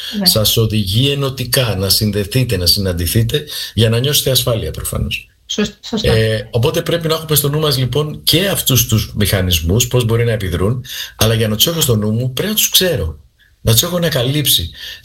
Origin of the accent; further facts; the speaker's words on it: Crete, Greece; now in Cyprus; Απ' την άλλη μεριά είμαι από την Κρήτη, η καταγωγή μου είναι από την Κρήτη.